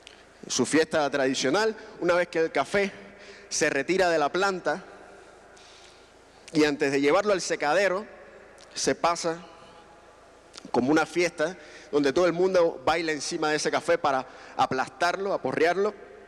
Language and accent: Spanish; Guantánamo, Cuba; moved away; Ahí en mi tierra de Guantánamo